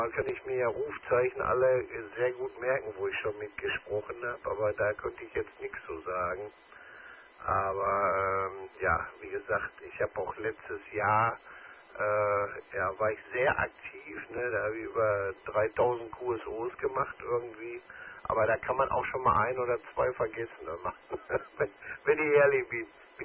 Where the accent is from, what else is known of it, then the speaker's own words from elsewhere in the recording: Dortmund, North Rhine-Westphalia, Germany; Ich bin, wie gesagt, gebürtiger Dortmunder. Und obwohl ich die meiste Zeit in meinem Leben, seit meinem 18. Lebensjahr, ich nur auf Montage bin